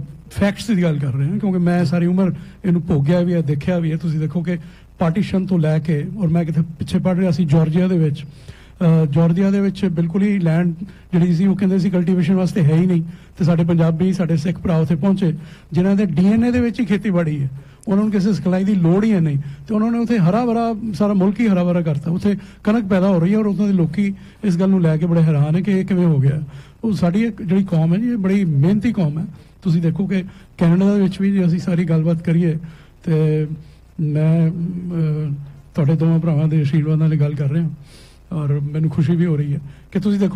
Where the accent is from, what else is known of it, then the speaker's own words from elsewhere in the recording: Punjab, India; ਮੇਰੇ ਸ਼ਹਿਰ ਦੀ ਬੋਲੀ ਹੈ ਜੀ ਮੇਰੀ ਮਾਂ ਬੋਲੀ ਹੈ ਮੇਰੀ ਆਪਣੀ ਬੋਲੀ ਹੈ ਜੀ ਮੈਨੂੰ ਬੜਾ ਮਾਣ ਹੈ ਇਸ ਬੋਲੀ 'ਤੇ ਔਰ ਸਾਰੇ ਪੰਜਾਬ 'ਤੇ ਪੰਜਾਬੀਆਂ 'ਤੇ ਬੜਾ ਮਾਣ ਹੈ